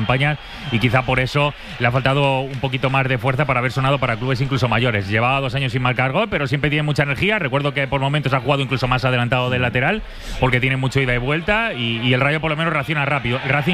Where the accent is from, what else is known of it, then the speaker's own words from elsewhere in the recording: Legazpi, Basque Country, Spain; tengo tres. Cañizal, por parte de padre, Losar de la Vera, y el mío que es Legazpi.